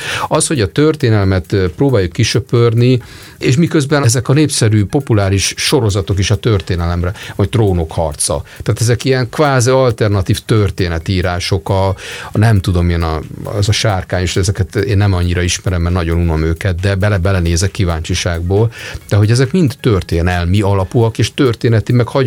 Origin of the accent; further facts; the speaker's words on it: Budapest, Hungary; moved away; Én nem budapesti vagyok, újpesti, az egy peremkerület, de 15 éve kiköltöztünk falura.